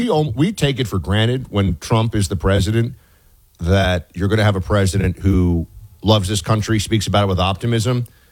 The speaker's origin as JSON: {"language": "English", "region": "Florida", "country": "United States", "said": "My hometown, too. I'm a Floridian, but Manhattan is my hometown."}